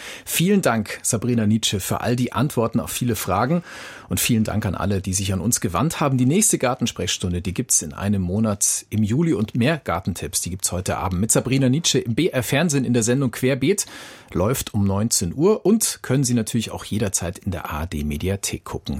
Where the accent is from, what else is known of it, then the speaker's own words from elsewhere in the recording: Augsburg, Bavaria, Germany; Ingrid Öbels aus Augsburg, aus meiner Heimatstadt